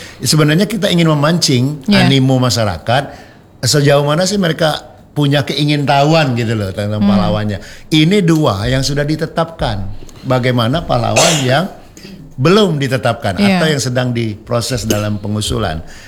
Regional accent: Palembang, South Sumatra, Indonesia; Selaku warga ya sebagai orang Sumatera Selatan dan Palembang khususnya ya.

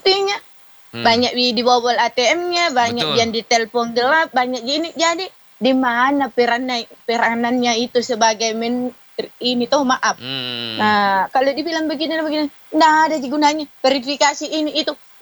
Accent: South Sulawesi, Indonesia; cita sebagai warga Sulawesi Selatan.

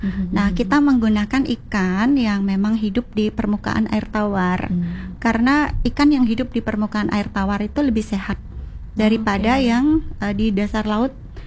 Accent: Denpasar, Bali, Indonesia; Tiang aslinya dari Sesetan, itu dekat dengan pantai ya.

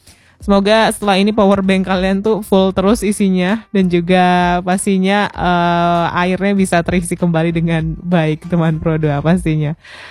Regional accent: Pekanbaru, Riau, Indonesia; kita sebagai warga Pekanbaru ataupun warga Sumatera

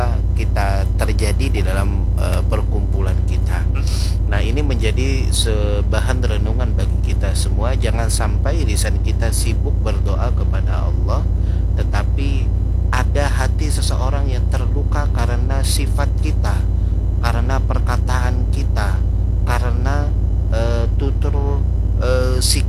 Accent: South Kalimantan, Indonesia; accent: Banjar; seketika itu langsung menjawab, bahasa kita Banjar tuh

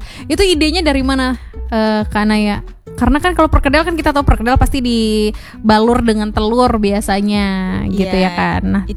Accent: West Sumatra, Indonesia; Nah jadi mungkin ya namanya juga kita orang Minang ya

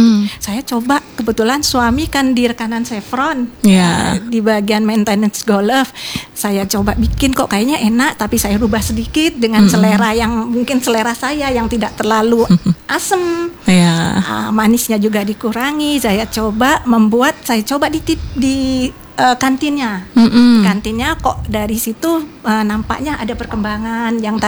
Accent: Java, Indonesia; di situ kebetulan saya kan dari Jawa, dapat suami orang Minang

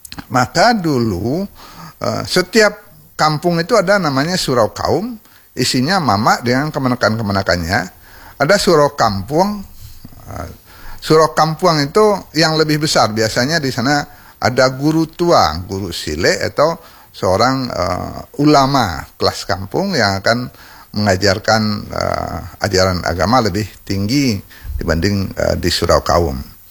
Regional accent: Bukittinggi, West Sumatra, Indonesia; Saya ingat di kampung saya itu ada surau gadang Mandiangin.

